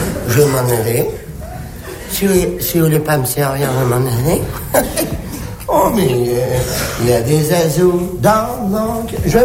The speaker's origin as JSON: {"language": "French", "region": "Dakar", "country": "Senegal", "said": "Parce que moi, je suis sénégalais. Je suis même plus que sénégalais. Je suis dakarois. Je suis né à Dakar."}